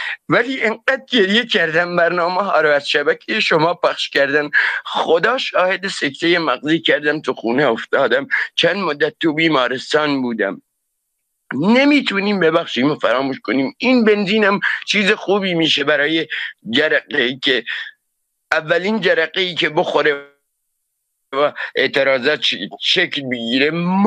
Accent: Sanandaj, Kurdistan, Iran; من اون موقع تو سنندج بودم، من بچه کردستانم، بچه سنندجم.

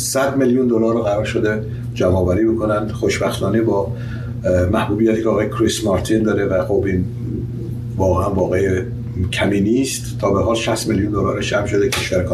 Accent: Iran; برای منم افتخاری است که تونستم به عنوان یک ایرانی عرض اندام بکنم

